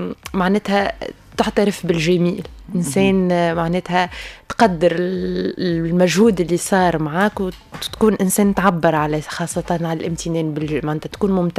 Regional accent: Tunisia; لكن نحكيو برشا احنا كشعب تونسي نحكيو برشا لكن صحيح ما نحكيوش.

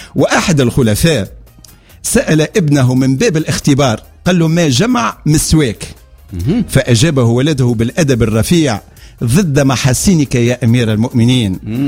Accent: Tunisia; ما نعرفش موجود عندنا في تونس ولا مش موجود.

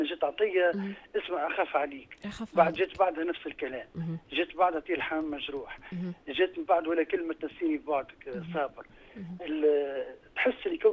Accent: Tunisia; accent: Tunisian; ولهجتنا التونسيه

